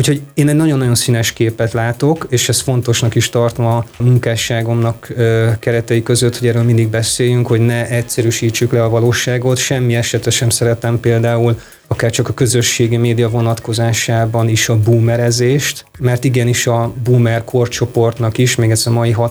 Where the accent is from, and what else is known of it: Hungary